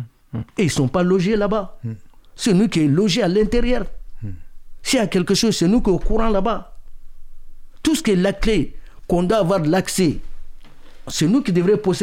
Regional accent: Mali; Lui, les Mauritaniens, lui, les Sénégalais, moi, je suis malien.

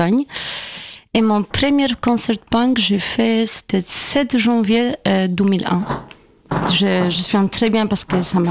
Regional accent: Poland; French is a second language; moved away as an adult; now in Paris, France; Du coup c'était soit j'apprends le français et je peux rester ici, soit je rentre en Pologne. Et voilà, et je restais.

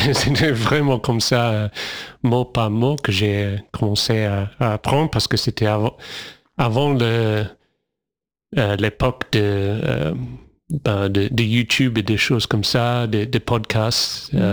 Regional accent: Australia; born there; French is a second language; Je suis né en Australie, mais j'ai un père français et j'ai une mère australienne. Donc c'est pour ça en fait. Je n'ai jamais parlé français comme enfant

